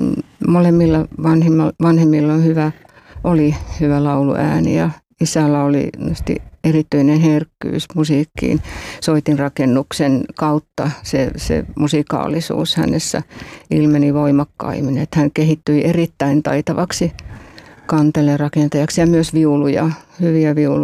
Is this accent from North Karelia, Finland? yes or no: yes; Joensuu, North Karelia, Finland; born there; also born or lived in Eno; Pohjois-Karjalassa isän suku Outokummusta, äidin Liperistä. Mä itse synnyin Enossa. No niin. Isäni toimi luotsina siellä Ahvenisella. Joo. Ja mä olin vajaa 6-vuotias, kun muutettiin sitten Joensuuhun.